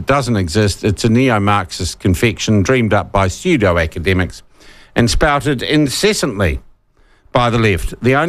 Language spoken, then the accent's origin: English; Porirua, Wellington, New Zealand; I can remember growing up in Porirua in the 1970s